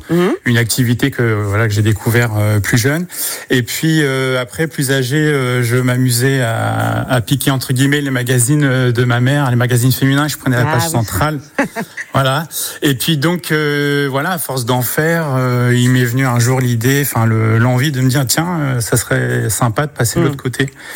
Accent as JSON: {"language": "French", "region": "Normandy", "country": "France", "said": "faire découvrir ma région, parce qu'en fait moi je suis normand"}